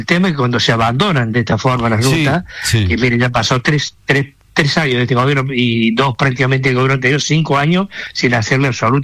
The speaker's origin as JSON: {"language": "Spanish", "region": "Córdoba", "country": "Argentina", "said": "porque somos todos cordobeses, somos todos argentinos y todos necesitamos soluciones."}